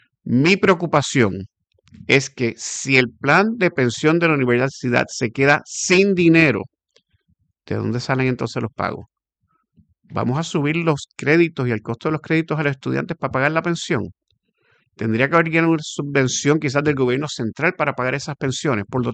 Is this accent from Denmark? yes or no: no; Puerto Rico; Yo soy un puertorriqueño, yo vivo en Puerto Rico, mis hijos viven aquí, van a la escuela aquí, y yo soy parte de la sociedad puertorriqueña